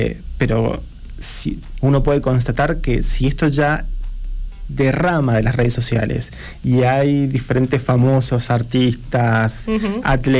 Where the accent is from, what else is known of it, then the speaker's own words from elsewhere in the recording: Argentina; somos argentinos